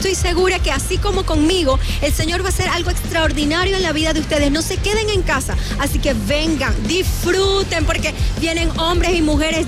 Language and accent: Spanish; Spain; Yo vengo de España, fue un vuelo bastante largo, fueron 13 horas.